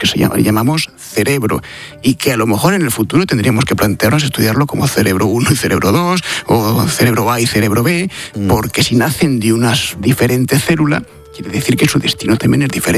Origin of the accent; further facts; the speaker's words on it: Madrid, Community of Madrid, Spain; Yo como madrileño tengo un 0,00177% de posibilidades de terminar siendo jurado en ese juicio.